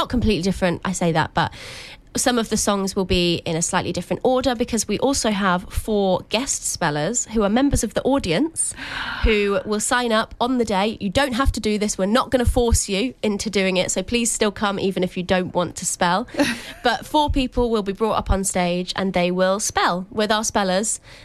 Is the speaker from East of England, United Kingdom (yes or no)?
yes; St Neots, East of England, United Kingdom; I am from St. Neots